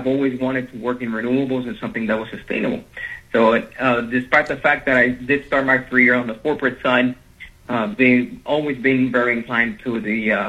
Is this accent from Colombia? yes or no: yes; Colombia; also born or lived in North Carolina / Miami; now in United States; So I went to a British Catholic school in Colombia, where I learned English, very early on. And then when I moved to the U.S., I went to a Christian school here in North Carolina for a little bit, then moved to Miami.